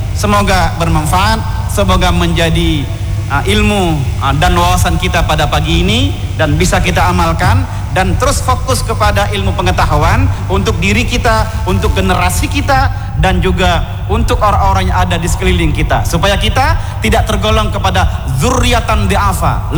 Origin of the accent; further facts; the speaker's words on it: Aceh, Indonesia; kita orang Aceh